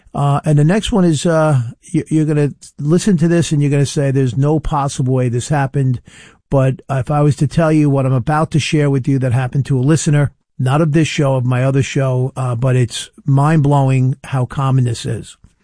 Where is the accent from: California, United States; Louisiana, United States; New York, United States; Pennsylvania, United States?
New York, United States; And I'm a New Yorker, born in Piqua, went to Stony Brook University, went to Torah Law School in Huntington. I've owned a house on Long Island, you know, since my mid-20s, another house.